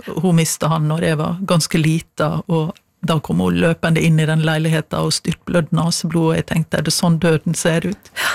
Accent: Stranda, Møre og Romsdal, Norway; stranda jo et eldorado å vokse opp I. Du har fjorden, men du også liksom Sunnmørsalpene, og det jo et massivt fjelllandskap rundt der jeg vokste opp.

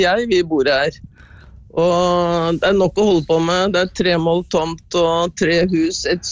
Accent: Larkollen, Østfold, Norway; now in Oslo, Norway; Jeg bor I Oslo, men jeg vokste opp på Larkollen I et hus etter mine oldeforeldre.

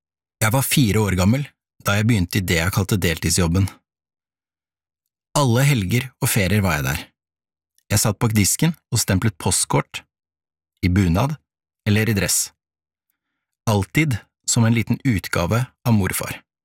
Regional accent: Oslo, Norway; så er jeg Oslo-gutt. Jeg vokste opp på Jan, med stor L. Det var slik vi sa det. Et sted der tryggheten lå tett rundt oss. Vi bodde i nabohuset til besteforeldrene mine.

